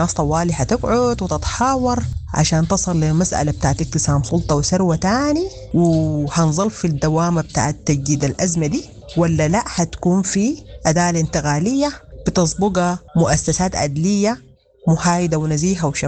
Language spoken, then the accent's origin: Arabic; Sudan; إحنا كشعب سوداني